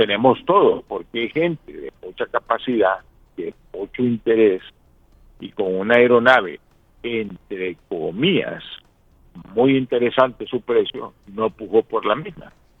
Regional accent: Honduras

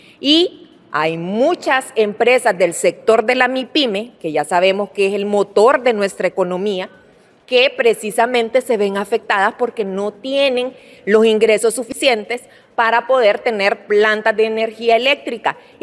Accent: Honduras; nos terminan afectando a todos como hondureños

